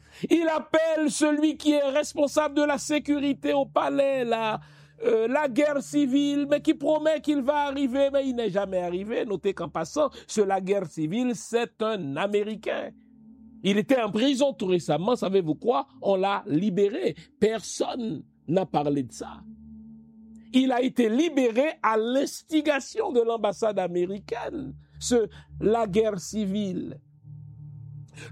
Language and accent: French; Canada; exemple moi, en tant que Canadien, je participe à une opération de déstabilisation d'un pays étranger.